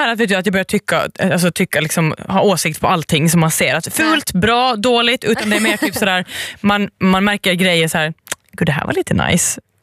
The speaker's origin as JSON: {"language": "Swedish", "region": "Åland", "country": "Finland", "said": "Jag kommer från Åland."}